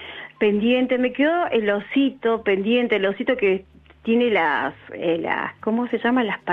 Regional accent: Buenos Aires, Argentina; born there; compraba el regalo en Buenos Aires, porque yo soy nacida en Capital.

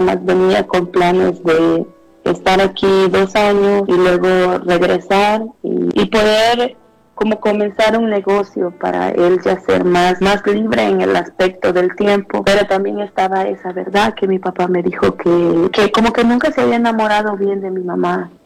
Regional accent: El Salvador; born there; moved away; allá de donde yo soy, en El Salvador, caminábamos era mucho cerro, y caminábamos casi a la orilla de una quebrada o por caminitos angostitos.

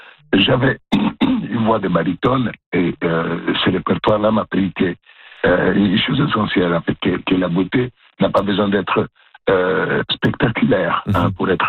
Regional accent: Milan, Lombardy, Italy; French is a second language; moved away as an adult; also born or lived in Orléans, France; now in Saskatchewan, Canada; je suis né à Milan. Je suis né dans une famille dans laquelle la musique, c'était une langue avant d'être un loisir.

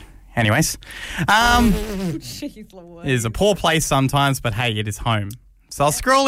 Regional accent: Gosford, New South Wales, Australia; now in South Australia, Australia; I am not from South Australia originally. I live here now, but I grew up in a little place called Gosford.

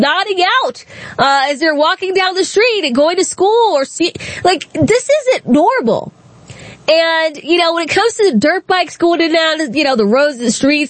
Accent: Accokeek, Maryland, United States; now in Baltimore area, United States; I grew up in Accokeek, Maryland.

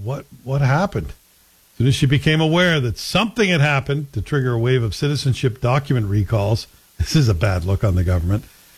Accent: Coatbridge, Scotland, United Kingdom; now in Ottawa, Canada; my hometown in Scotland, Cope Bridge, had the biggest Irish population in Scotland. Was a very Irish town.

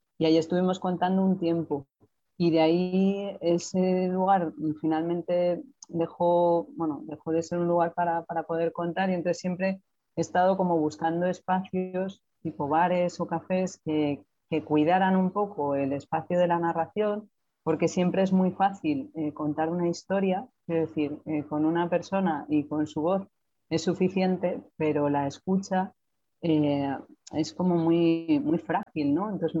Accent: Madrid, Community of Madrid, Spain; pero bueno, soy de Madrid, nací en Madrid, y … porque a mis padres les encantaba el mar

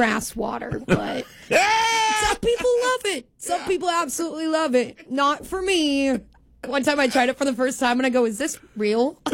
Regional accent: Ireland; I'm Irish. What can I say?

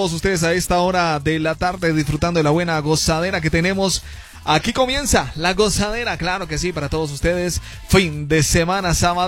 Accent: Cali, Valle del Cauca, Colombia; moved away; yo vengo directamente desde Cali, la capital mundial de la salsa, donde la salsa no se come, sino que se baila

